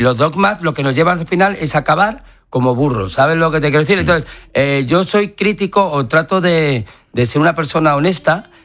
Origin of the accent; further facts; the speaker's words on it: Madrid, Community of Madrid, Spain; Soy madrileño, claro. Madrid no entiende de política, soy madrileño